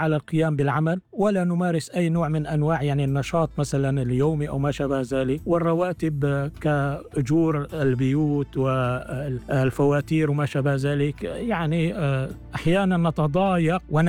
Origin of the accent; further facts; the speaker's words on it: Syria; now in Shepperton, United Kingdom; ولكن أستاذ علاء ينقصنا كجالي نحن سورية هنا أسوة بباقي الجاليات، ينقصنا العديد من الخدمات